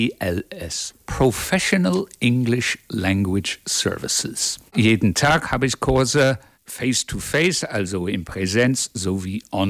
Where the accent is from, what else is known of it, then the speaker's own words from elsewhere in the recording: England, United Kingdom; German is a second language; moved away as an adult; now in Braunschweig, Germany; Ich bin gebürtiger Engländer, aber lebe seit 1978 hier in Braunschweig, Deutschland.